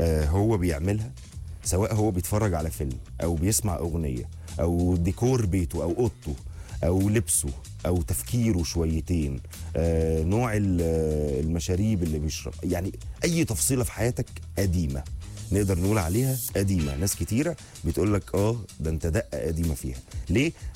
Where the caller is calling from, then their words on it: Suez, Suez Governorate, Egypt; من السويس بحب اتابع برنامجك